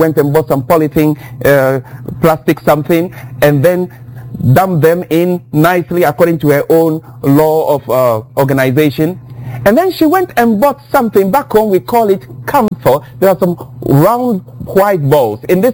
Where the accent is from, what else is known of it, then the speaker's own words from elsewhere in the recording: Ghana; now in United States; I'm from Ghana.